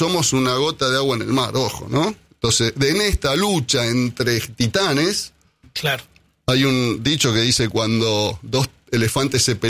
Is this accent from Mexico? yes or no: no; Argentina